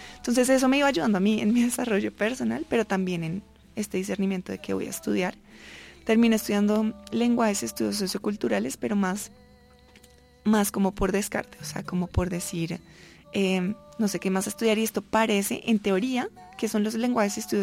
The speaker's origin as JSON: {"language": "Spanish", "country": "Colombia", "said": "yo volví a Colombia"}